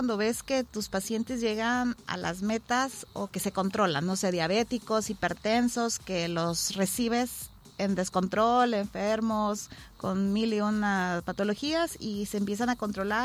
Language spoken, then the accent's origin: Spanish; Colima, Mexico; Soy del municipio de Colima, actualmente laboro en una institución, en el Instituto Mexicano del Seguro Social, okay, en Manzanillo